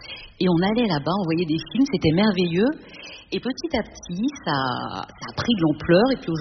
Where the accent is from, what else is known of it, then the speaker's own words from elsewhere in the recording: Annecy, Auvergne-Rhône-Alpes, France; parce que moi, je suis d'Annecy.